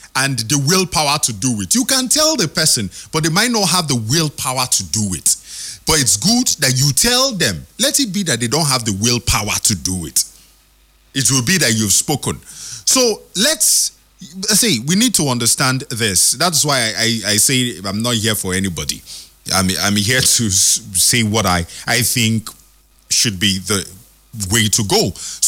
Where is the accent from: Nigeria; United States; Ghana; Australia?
Nigeria; We are all Nigerians